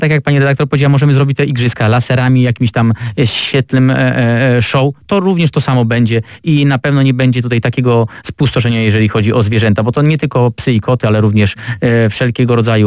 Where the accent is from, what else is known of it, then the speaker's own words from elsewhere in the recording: Opole Voivodeship, Poland; u nas na Opolszczyźnie